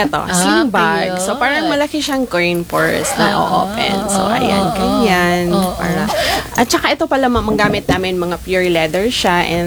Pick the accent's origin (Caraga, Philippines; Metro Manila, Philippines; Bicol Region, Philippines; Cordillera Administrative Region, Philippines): Bicol Region, Philippines; Masbate; we're from Masbate po.